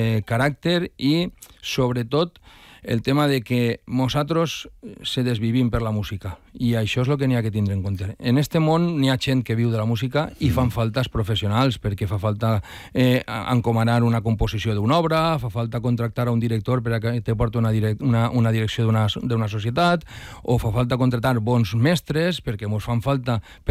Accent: Valencia, Valencian Community, Spain; also born or lived in Llíria; Jo anava a escola a Llíria, eh? O sea, jo no sóc de Llíria, jo sóc d'ací del Cabanyal.

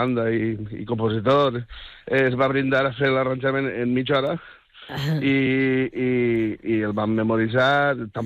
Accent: Vila-real, Valencian Community, Spain; born or raised there

